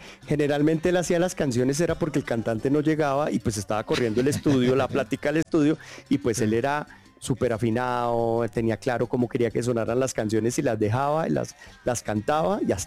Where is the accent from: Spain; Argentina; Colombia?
Colombia; esta es la versión que más llega al alma y que más nos une, yo diría, como colombianos